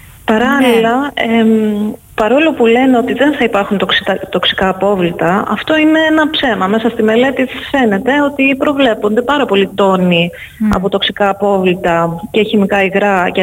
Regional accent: Netherlands; Είμαι από την Ολλανδία.

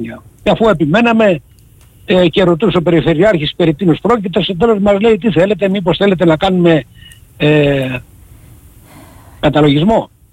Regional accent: Agios Leon, Greece; Ναι, είμαι από τον Άγιο Λέοντα, λοιπόν, και να σας θυμίσω.

